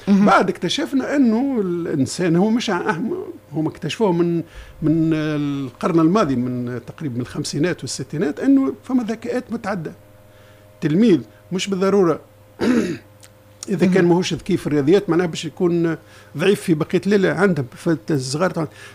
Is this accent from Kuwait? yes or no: no; Tunisia; فما أنا ولد تونس أنا دافع على تونس